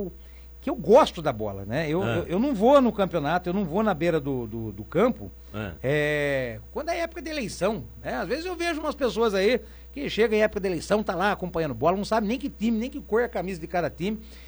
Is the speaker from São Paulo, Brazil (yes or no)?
yes; Pindamonhangaba, São Paulo, Brazil; Eu sou do Alto do Cardoso, sou corintinha